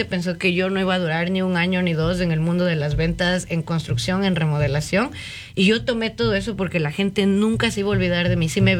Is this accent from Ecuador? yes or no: yes; Quito, Pichincha, Ecuador; moved away as an adult; now in Madison, United States; Cambia un poquito el acento, pero no, muy orgullosa de ser ecuatoriana. Crecí en Quito